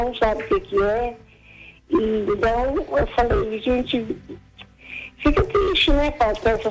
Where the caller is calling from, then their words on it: Brazil; Eu venho lá do Brasil.